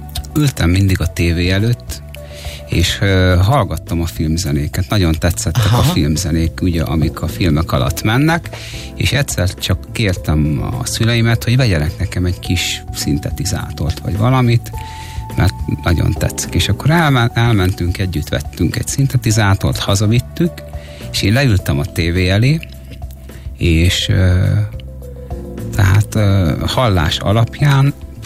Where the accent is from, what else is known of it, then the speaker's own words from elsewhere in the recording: Endrefalva, Nógrád, Hungary; also born or lived in Salgótarján; Én Salgótarjánban születtem. Salgótarján mellett nevelkedtem egyébként Endrefalván.